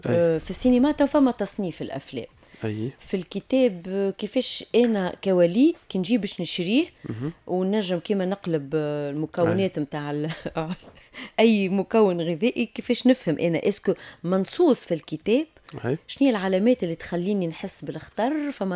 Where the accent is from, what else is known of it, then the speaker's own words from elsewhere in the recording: Tunisia; في بلدنا تونس